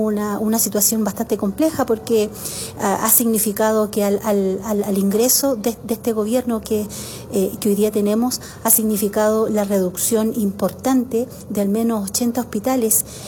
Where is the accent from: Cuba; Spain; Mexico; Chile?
Chile; en Chile también tenemos un gobierno de derecha